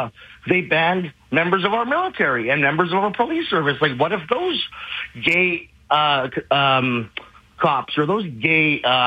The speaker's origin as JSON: {"language": "English", "country": "Canada", "tie": "born or raised there", "said": "That's really the pretext of my writing and how I feel as a gay man growing up in Canada."}